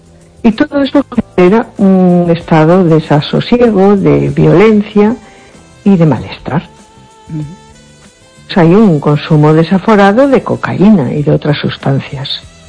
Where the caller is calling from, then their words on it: A Coruña, Galicia, Spain; Hola, buenas noches. … de Coruña.